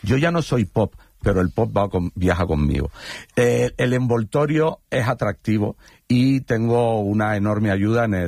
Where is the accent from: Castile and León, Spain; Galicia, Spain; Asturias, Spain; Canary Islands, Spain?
Canary Islands, Spain; debo ser como por canario, no sé, que somos carnavaleros y exagerados.